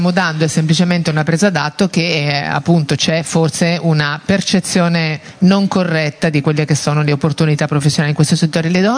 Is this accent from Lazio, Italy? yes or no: no; Ancona, Marche, Italy; io sono di Ancona